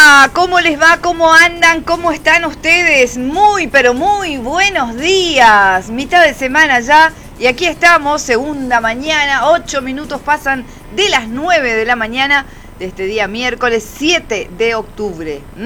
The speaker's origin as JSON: {"language": "Spanish", "region": "Misiones", "country": "Argentina", "said": "lo que nos pasa como argentinos, como misioneros, como vereños"}